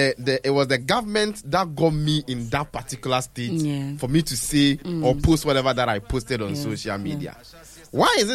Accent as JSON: {"language": "English", "country": "Ghana", "said": "But I'm a Ghanaian citizen, a patriotic one for that matter."}